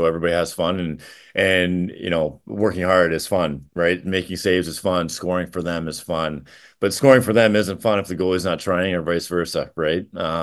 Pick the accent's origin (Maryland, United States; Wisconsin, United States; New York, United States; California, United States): Wisconsin, United States; Janesville; I was from Janesville.